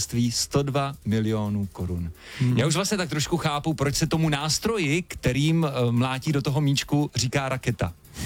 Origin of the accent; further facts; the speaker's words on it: Moravia, Czechia; jako kluk z Moravy